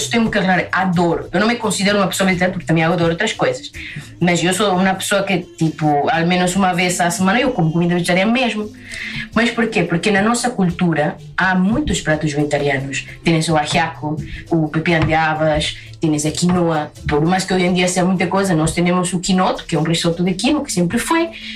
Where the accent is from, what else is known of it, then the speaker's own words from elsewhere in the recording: Pucallpa, Ucayali, Peru; Portuguese is a second language; moved away; de onde eu sou, que é Pucallpa, é o rio Ucayali.